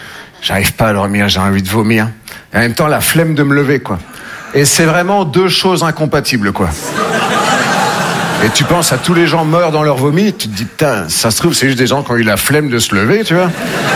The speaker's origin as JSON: {"language": "French", "region": "Nouvelle-Aquitaine", "country": "France", "said": "Moi, je viens des Deux-Sèvres, entre le Puy du Fou et le Futuroscope. Voilà, c'est au milieu."}